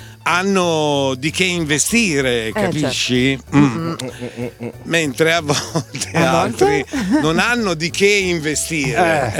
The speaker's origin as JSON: {"language": "Italian", "town": "Sesto San Giovanni", "region": "Lombardy", "country": "Italy", "tie": "born or raised there", "said": "a Sesto, dove ero, sono cresciuto, a Sesto San Giovanni"}